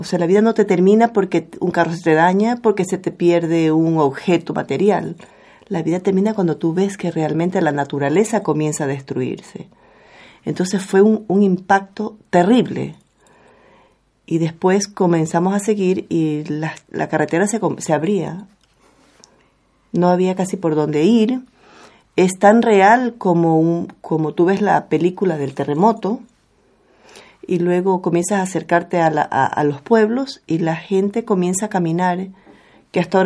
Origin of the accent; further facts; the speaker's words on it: Manabí, Ecuador; Yo vengo de Ecuador. Ecuador es de la costa, Manabí, una provincia hermosa. Somos muy hospitalarios.